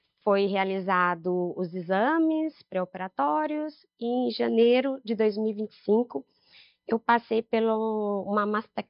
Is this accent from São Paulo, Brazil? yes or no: yes; Barretos, São Paulo, Brazil; tenho 43 anos, sou daqui de Barretos mesmo.